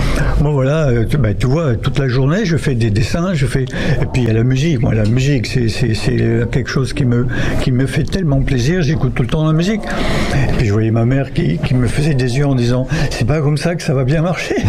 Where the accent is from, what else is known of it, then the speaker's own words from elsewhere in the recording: Nice, Provence-Alpes-Côte d'Azur, France; Je suis niçois.